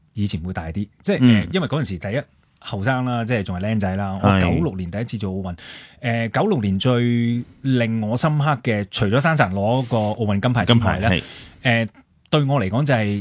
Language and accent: Cantonese; Hong Kong; 我哋因為我哋香港人啦，即係中國人啦